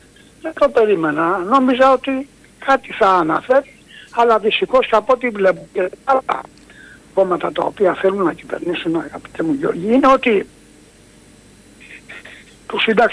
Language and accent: Greek; Corfu, Ionian Islands, Greece; Εγώ που είμαι από την Κέρκυρα